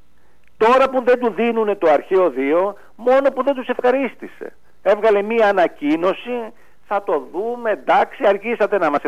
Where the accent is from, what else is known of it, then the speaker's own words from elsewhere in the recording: Patras, Western Greece, Greece; ως πατρινός